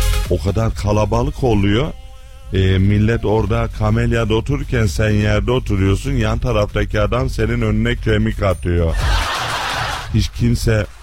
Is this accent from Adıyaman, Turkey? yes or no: yes; Adıyaman, Turkey; Adıyaman Besti'den, Gölbaşı'ndan biz de oralıyız. Biz Allah'ın köylüleriyiz.